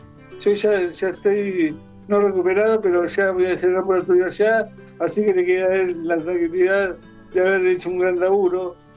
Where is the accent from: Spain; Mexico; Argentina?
Argentina; Yo soy argentino